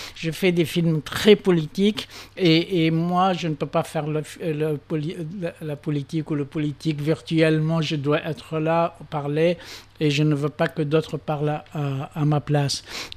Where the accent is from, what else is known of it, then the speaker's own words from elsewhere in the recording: Tunisia; moi, quand je suis tunisien, je suis fier d'être tunisien, pas pour des raisons nationalistes, parce que justement, c'est mon pays